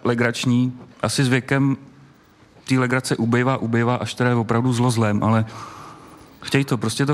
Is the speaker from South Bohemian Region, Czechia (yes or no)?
yes; Písek, South Bohemian Region, Czechia; já jsem z Písku